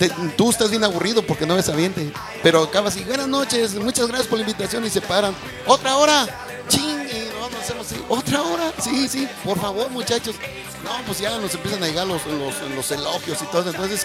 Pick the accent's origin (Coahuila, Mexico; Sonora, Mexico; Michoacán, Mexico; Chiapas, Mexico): Michoacán, Mexico